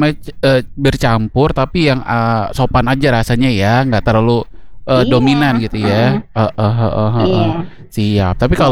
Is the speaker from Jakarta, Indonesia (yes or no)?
yes; Jakarta, Indonesia; Kalau Aye karena kita orang Betawi Bang, kita demen yang asin, sayur asem.